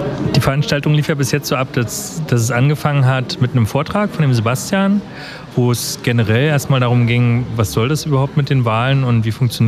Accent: Berlin, Germany; Ich kann mich entsinnen, ich komme ja ursprünglich aus Berlin, da gab es mal so eine Kampagne mit so Aufklebern

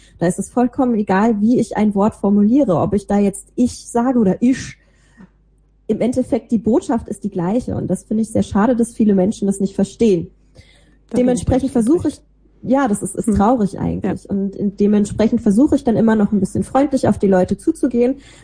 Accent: Rhineland, Germany; born or raised there

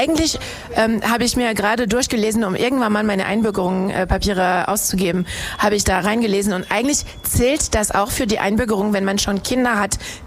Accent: France; now in Germany; Bin ich halt, nur Französisch und kann nicht wählen in 2 Wochen Sonntag.

